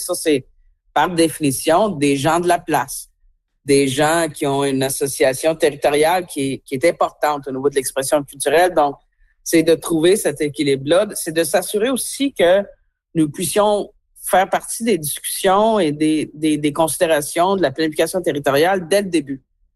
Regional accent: Canada; en tant que Canadien

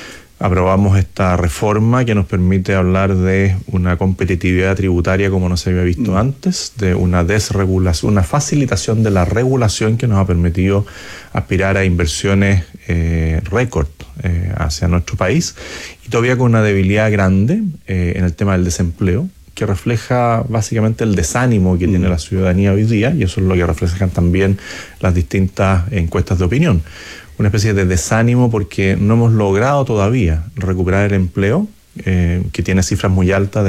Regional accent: Santiago Metropolitan Region, Chile; Y tenía la suerte de vivir allí muy cerca, porque de pequeño vivía en Suecia con Pocuro.

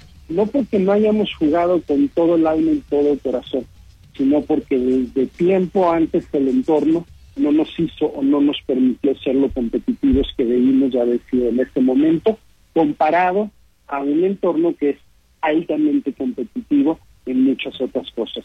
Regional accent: Mexico; nosotros como mexicanos, específicamente en esa zona

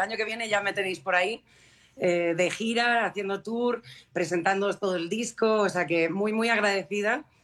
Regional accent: Mexico; Mira, he estado más en mi tierra. Este año pasado hice mi gira de 20 aniversario por aquí, que también llevaba un tiempito fuera de mi país

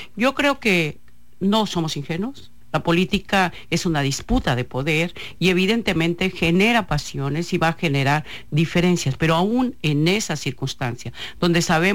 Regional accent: Sinaloa, Mexico; Ha sido, aquí nací, aquí he crecido y hay un gran amor por mi tierra.

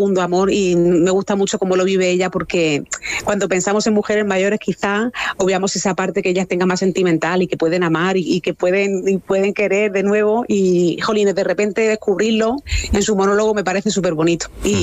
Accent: Cieza, Region of Murcia, Spain; now in Murcia, Spain; Sí, yo creo que llevo más tiempo ya viviendo en Murcia que en Cieza. Y el de Cieza no es, porque el de Cieza es como más cantarín.

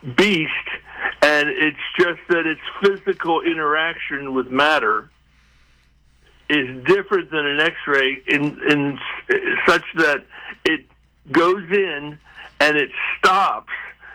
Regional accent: New Jersey, United States; born there; also born or lived in Spain; Well, East Coast. I was born in New Jersey, but I had my formative years in the Mediterranean Basin. Finished high school in Spain and then came back to the U.S. for college

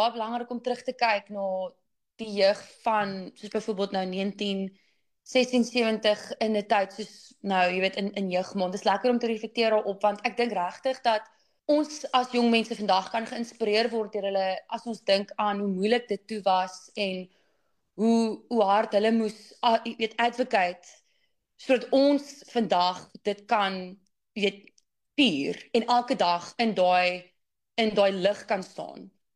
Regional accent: Durbanville, Western Cape, South Africa; also born or lived in Paarl; Ek het groot geword in Durbanville.

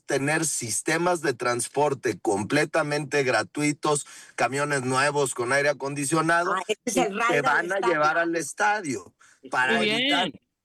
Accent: Jalisco, Mexico; Jaliscienses, aunque allá en la Ciudad de México nos dicen jalisquillos, pero somos jaliscienses.

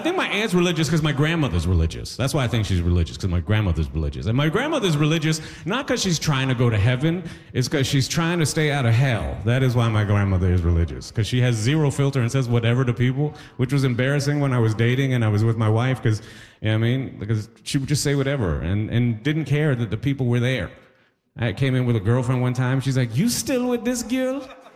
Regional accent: Toronto, Ontario, Canada; here I grew up in Toronto, so I'm a Trini raised in captivity.

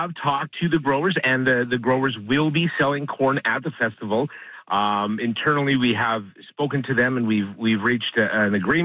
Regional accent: Morden, Manitoba, Canada; I grew up, I was born and raised in Morden, and I've spent most of my life here.

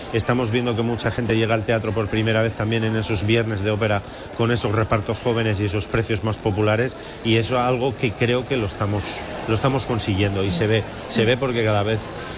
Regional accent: Avilés, Asturias, Spain; born or raised there

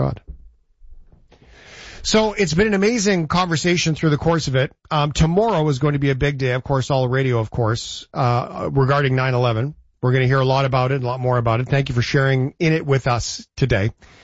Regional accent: Newfoundland and Labrador, Canada; so proud of my hometown in Newfoundland.

